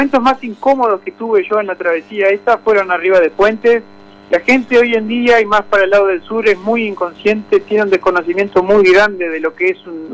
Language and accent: Spanish; Tranqueras, Rivera, Uruguay; Después que pasé acá por mi pueblo, por Tranquera